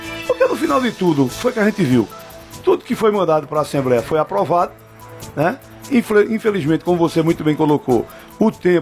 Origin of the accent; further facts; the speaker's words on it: Altinho, Pernambuco, Brazil; a minha terra querida, Altinho